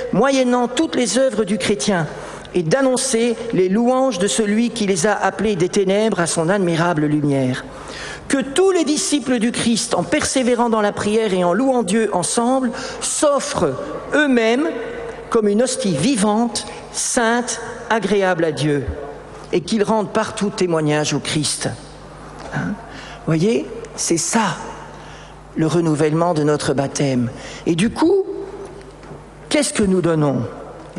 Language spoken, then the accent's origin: French; Belgium; je suis belge.